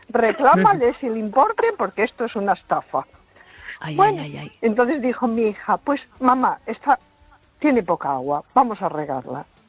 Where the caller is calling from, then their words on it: A Coruña, Galicia, Spain; Hola, buenas noches. … de Coruña.